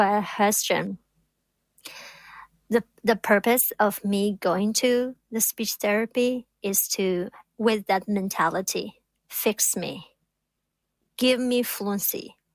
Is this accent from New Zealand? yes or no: no; China; moved away as an adult; now in United States; I came all the way from China